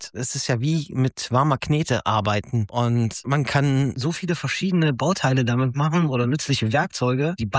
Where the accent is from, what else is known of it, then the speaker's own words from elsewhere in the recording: Gneiken, Germany; 2019 bin ich hier nach Gneiken gezogen, zurück in meine Heimat